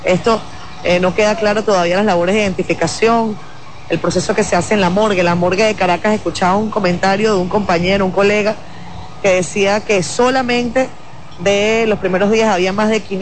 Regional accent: Dominican Republic; Nosotros venimos de República Dominicana.

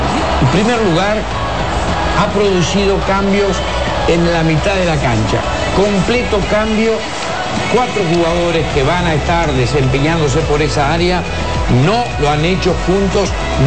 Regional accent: Dominican Republic; nuestro amado país es un país solidario. Hablo de República Dominicana.

